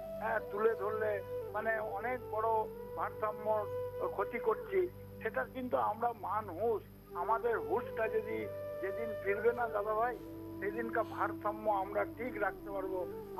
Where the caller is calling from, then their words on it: Purba Bardhaman district, West Bengal, India; আমি পশ্চিমবঙ্গের পূর্ব বর্ধমান জেলার বুলপুর থেকে